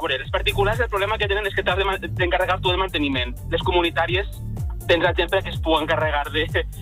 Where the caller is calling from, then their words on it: Xàbia, Valencian Community, Spain; La meva platja preferida és una que està al meu poble, que no va tanta gent, que es diu la Cala del Ministre.